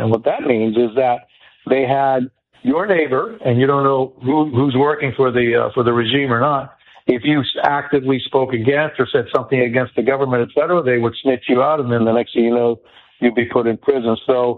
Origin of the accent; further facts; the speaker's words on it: Miami, Florida, United States; But my story can be replicated, hundreds of thousands of times here in my hometown of Miami